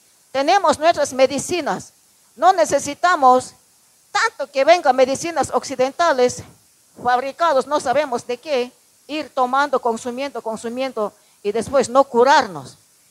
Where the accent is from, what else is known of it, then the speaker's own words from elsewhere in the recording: Ecuador; nosotros que somos americanos, que somos países latinos, que somos pueblos originarios